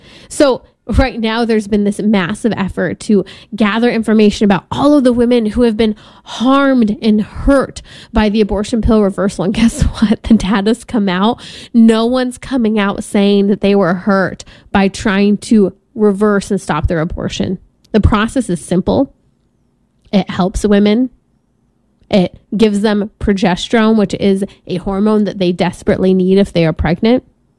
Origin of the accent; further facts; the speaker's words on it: California, United States; especially my home state of California